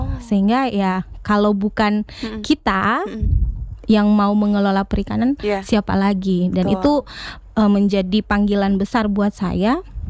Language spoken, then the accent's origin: Indonesian; Kendari, Southeast Sulawesi, Indonesia; Semua di Kendari. Okay. Lahir Kendari, hingga SMA di Kendari.